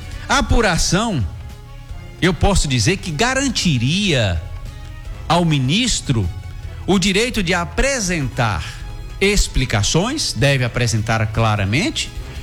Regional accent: Brazil; Nós somos brasileiros honestos, honrados

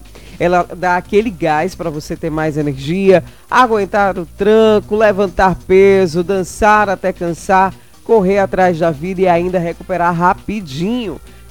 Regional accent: Brazil; Somos brasileiros

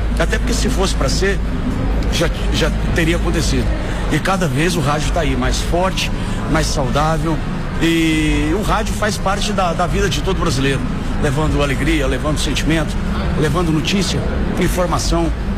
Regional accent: Minas Gerais, Brazil; moved away as an adult; O pessoal ali da minha região, ali de Patos de Minas, Patrocínio, Uberaba, Uberlândia. Depois, quando a gente foi para Goiás em 2006

